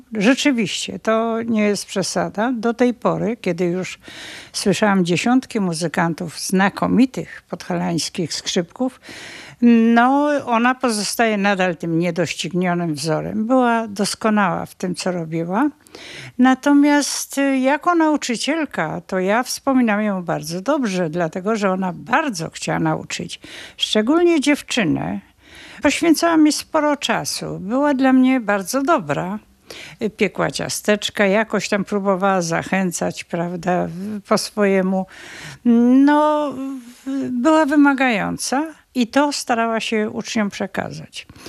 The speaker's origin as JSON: {"language": "Polish", "town": "Bukowina Tatrzańska", "region": "Lesser Poland", "country": "Poland", "tie": "born or raised there", "said": "Ja się urodziłam w górach, można tak powiedzieć. W Bukowinie Tatrzańskiej i to nie w centrum, a dość daleko."}